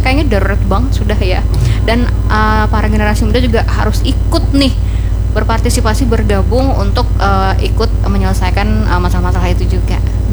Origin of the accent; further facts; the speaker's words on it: South Kalimantan, Indonesia; Kan sebagai orang Banjar, biar kita.